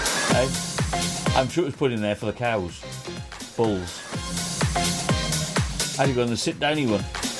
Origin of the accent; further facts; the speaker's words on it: Wales, United Kingdom; my little white legs are still okay, obviously because I am from Wales.